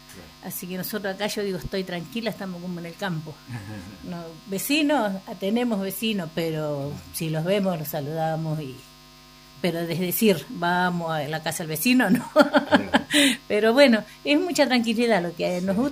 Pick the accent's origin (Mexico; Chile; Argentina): Argentina; Balcarce, Buenos Aires Province; moved away; also born or lived in Santa Rosa, La Pampa; soy de Balcarce. Me crié en Balcarce, pero nací en Santa Rosa, La Pampa. Y después, bueno, mis viejos, cuando nosotros éramos chicos, se fueron a Balcarce. Mi papá sembraba papa, me crié mayormente, nos criamos en el campo